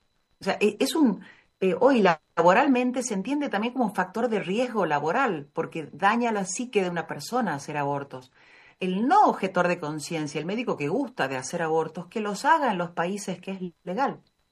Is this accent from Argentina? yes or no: yes; Argentina; también en Argentina, en mi país